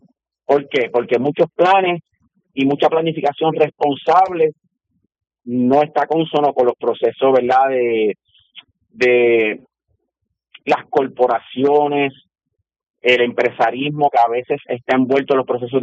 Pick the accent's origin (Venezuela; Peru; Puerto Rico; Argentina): Puerto Rico; somos un continente y que tenemos que atemperar nuestro estilo de vida y calidad de vida a lo que somos, caribeños, puertorriqueños.